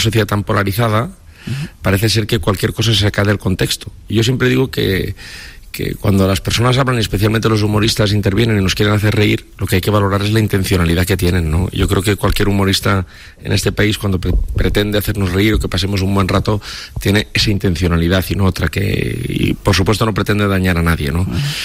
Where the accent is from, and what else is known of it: Valencian Community, Spain